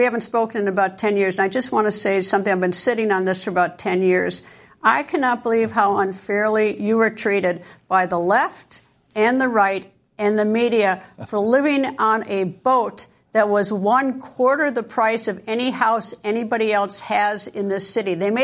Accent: Wisconsin, United States; we have Francesca Hong in my home state who seems to be on her road to getting her nomination.

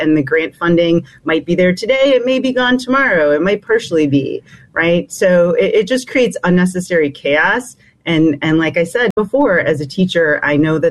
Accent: Wisconsin, United States; born there; So I actually was born in Wisconsin. So I have a lot of family up there in Wisconsin near Milwaukee

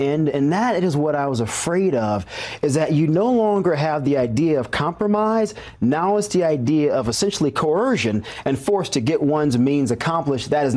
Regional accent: United States; as an American who loves this country

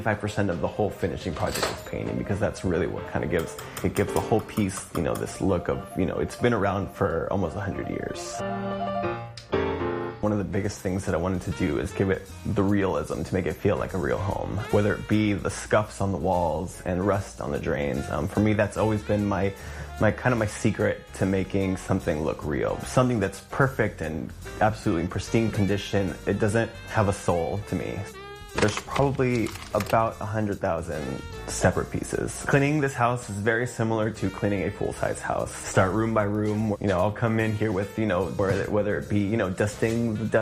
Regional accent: Alhambra, California, United States; Ever since I was a kid, growing up in Alhambra

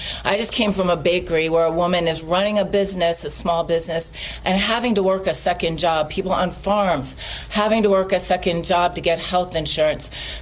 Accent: Youngstown, Ohio, United States; I grew up in Youngstown, Ohio, the stuff of … songs, and I experienced a lot of neglect and abuse.

